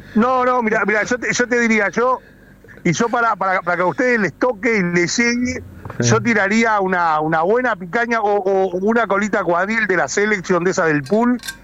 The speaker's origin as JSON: {"language": "Spanish", "town": "Sauce", "region": "Canelones", "country": "Uruguay", "said": "Yo soy un carnicero de Sauce"}